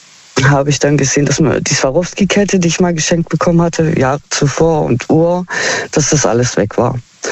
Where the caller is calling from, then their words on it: Heilbronn, Baden-Württemberg, Germany; Aus Heilbronn.